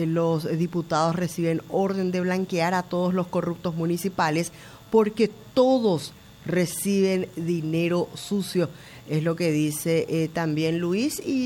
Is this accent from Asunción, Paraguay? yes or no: yes; Asunción, Paraguay; Yo soy acá de Asunción, mi barrio es la Encarnación, en este caso de la ciudad de Asunción